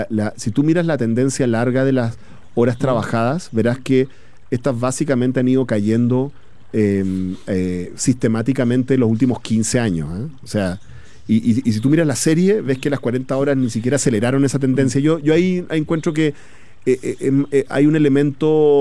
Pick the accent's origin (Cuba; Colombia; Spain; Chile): Chile